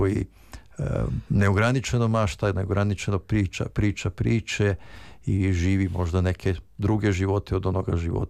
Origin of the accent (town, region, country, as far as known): Vojvodina, Serbia; born or raised there